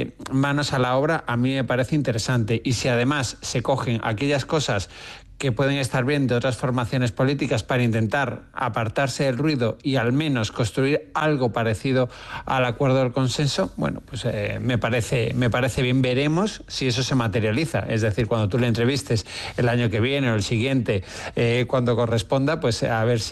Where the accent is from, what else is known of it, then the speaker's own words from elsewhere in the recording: Málaga, Andalusia, Spain; now in Madrid, Spain; Pasa también mucho aquí en Madrid o en Málaga, en mi tierra